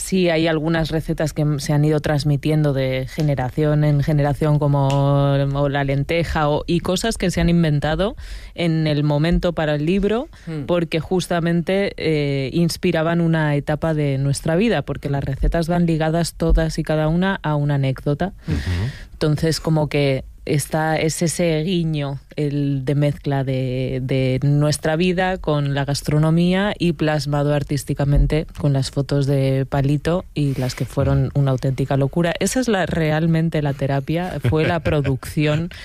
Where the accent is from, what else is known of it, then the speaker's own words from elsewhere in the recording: Extremadura, Spain; Es que yo soy muy extremeña.